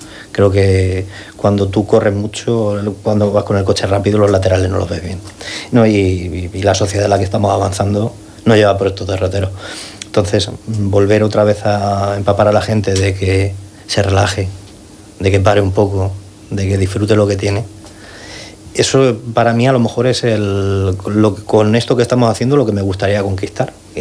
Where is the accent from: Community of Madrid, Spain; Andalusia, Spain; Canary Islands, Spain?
Community of Madrid, Spain; Madrid; moved away; yo soy de Madrid